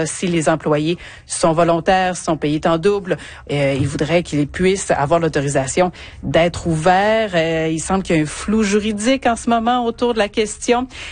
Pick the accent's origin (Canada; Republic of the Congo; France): Canada; je suis canadienne.